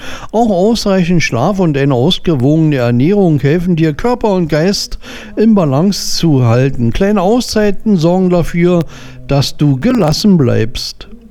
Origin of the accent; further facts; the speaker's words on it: Berlin, Germany; now in Hesse, Germany; Ich bin ja Berliner in Hessen.